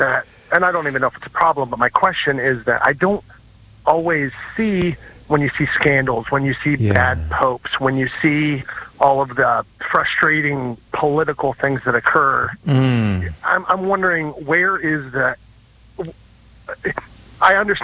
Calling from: Arcanum, Ohio, United States

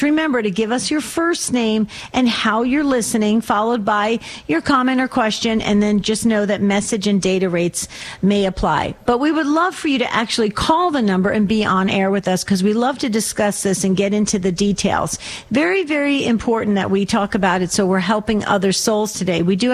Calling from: Gilbert, Arizona, United States; I'm coming in from Gilbert, Arizona, to be exact, and it's very hot.

